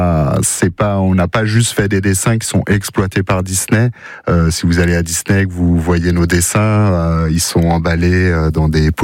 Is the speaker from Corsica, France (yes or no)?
no; Brittany, France; moved away as an adult; now in Ciboure, France; Moi, on entend que je suis pas vraiment basque, je suis breton. Je suis arrivé ici en même temps que Pauline il y a 17 ans maintenant